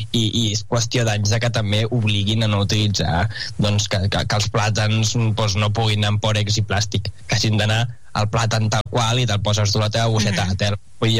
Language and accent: Catalan; Llinars del Vallès, Catalonia, Spain; now in Sant Esteve de Palautordera, Spain; Jo sóc de Sant Esteve Palau Tordera, visc aquí i també hi ha porta a porta, i sóc originari de Llinars del Vallès